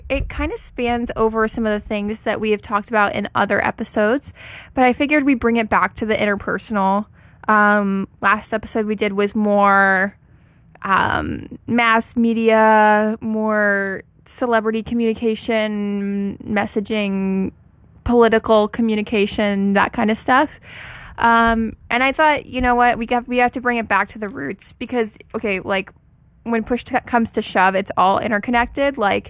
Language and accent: English; Texas, United States; now in Southern California, United States; I'm from Texas, and so like I thought that I had moved away from that stuff